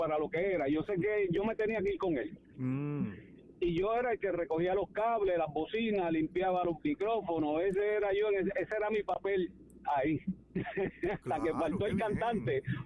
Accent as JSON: {"language": "Spanish", "town": "Toa Baja", "country": "Puerto Rico", "tie": "born or raised there", "said": "un muchachito del pueblo, uh-huh. Pues yo me crié en Tua Baja"}